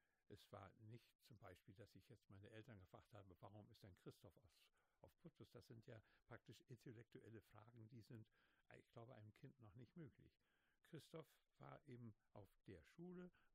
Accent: Rostock, Mecklenburg-Vorpommern, Germany; also born or lived in Neustrelitz; Ich bin ja in Neustrelitz geboren, 1933, und nach 2 Jahren kam ich nach Rostock.

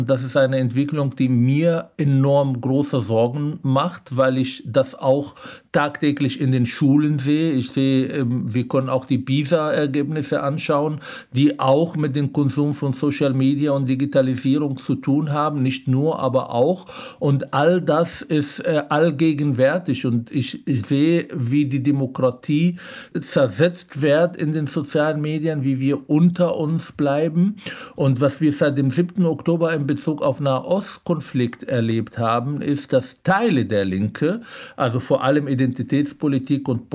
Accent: Palestine; Und vor allem als Palästinenser

